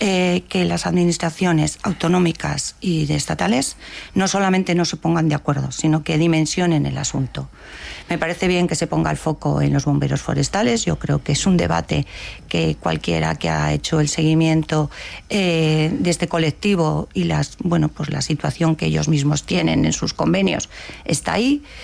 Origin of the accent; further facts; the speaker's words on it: Guadalajara province, Castilla-La Mancha, Spain; Yo procedo de la provincia de Guadalajara